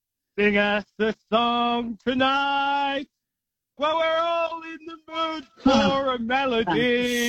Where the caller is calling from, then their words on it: Moe, Victoria, Australia; I'm from Moe, and I'm proud of it.